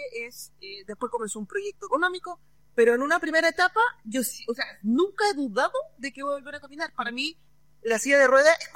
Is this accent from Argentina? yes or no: no; Santiago, Santiago Metropolitan Region, Chile; moved away as an adult; now in Viña del Mar, Chile; me vine de Santiago a Viña, yo soy de Santiaguina